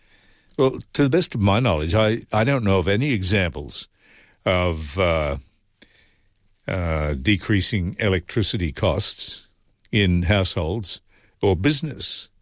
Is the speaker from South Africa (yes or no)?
no; Australia; Well, no, I'm not from Boston. But there was another incident where I was talking to a couple of Americans. One said to the other, well, how would I know he was Australian?